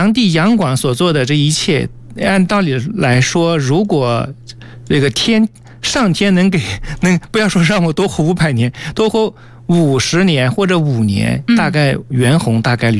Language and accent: Chinese; Fengyang, Anhui, China; 去打我的老家，当时叫钟离，就是凤阳县啊